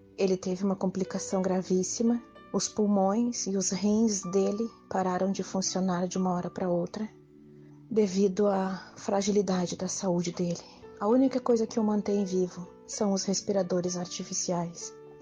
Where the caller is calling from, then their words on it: Gravataí, Rio Grande do Sul, Brazil; sou da cidade de Gravataí, no estado do Rio Grande do Sul